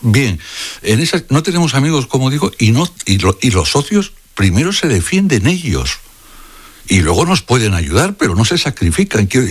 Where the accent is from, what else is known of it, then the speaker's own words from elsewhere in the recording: Spain; Tengo que decir, yo que me siento muy español y muy europeo